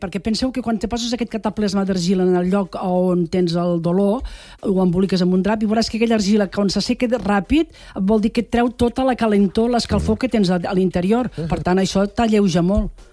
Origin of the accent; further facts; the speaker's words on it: Puigverd d'Agramunt, Catalonia, Spain; now in Arbeca, Spain; Jo sóc de Puigverd de Gramunt.